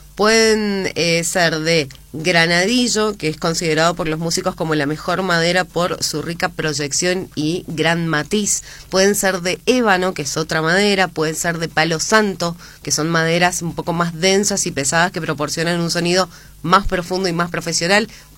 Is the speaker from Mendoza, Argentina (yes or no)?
yes; Maipú, Mendoza, Argentina; moved away as an adult; now in Godoy Cruz, Argentina; Yo nací en, o sea, viví 30 años en Maipú